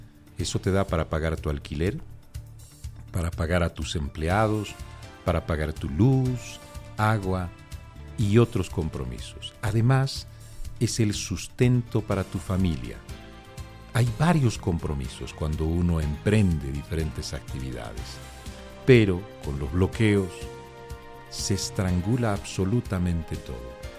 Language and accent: Spanish; Bolivia